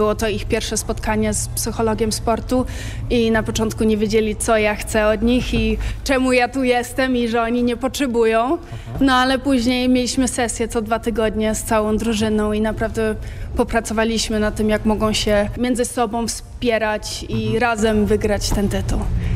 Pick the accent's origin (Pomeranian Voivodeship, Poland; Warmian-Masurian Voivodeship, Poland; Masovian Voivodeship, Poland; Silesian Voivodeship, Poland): Masovian Voivodeship, Poland; Warsaw; ale zdaje mi się, że przez to, że ja zrobiłam sport jako dziecko w Warszawie albo w Polsce i dla Polski, to chciałabym coś oddać też tutaj